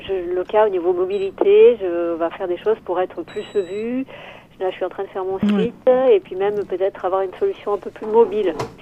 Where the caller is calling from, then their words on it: Auvergne-Rhône-Alpes, France; J'habite dans la Drôme.